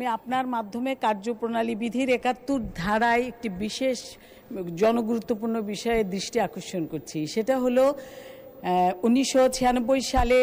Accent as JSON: {"language": "Bangla", "country": "Bangladesh", "said": "আমি বাংলাদেশি হিসেবে বাংলাদেশের নাগরিক হিসেবে"}